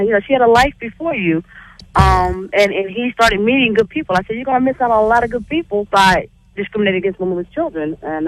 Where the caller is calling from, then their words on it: Palm Beach, Florida, United States; I'm actually calling from Palm Beach, Florida.